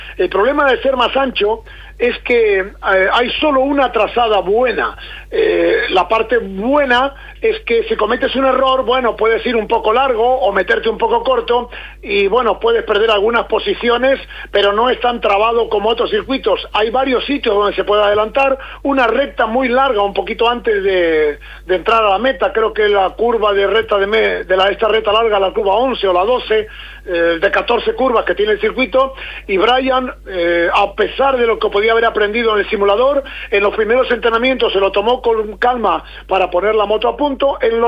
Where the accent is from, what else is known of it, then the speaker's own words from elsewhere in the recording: Cantabria, Spain; siendo cántabro